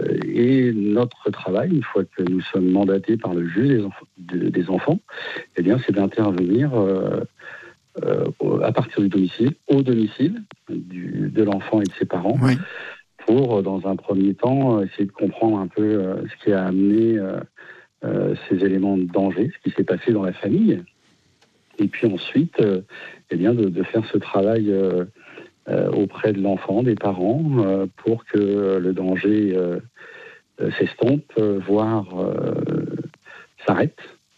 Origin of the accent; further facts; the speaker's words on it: Pays de la Loire, France; Alors je suis du Maine-et-Loire.